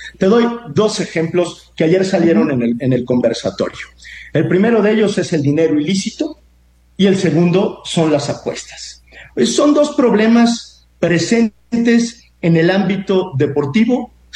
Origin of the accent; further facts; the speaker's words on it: Guadalajara, Jalisco, Mexico; yo soy de Guadalajara